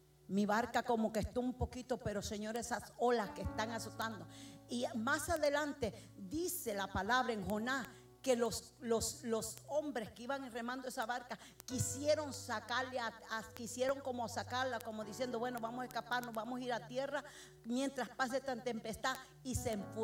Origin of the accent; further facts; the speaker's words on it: El Salvador; mi presidente de El Salvador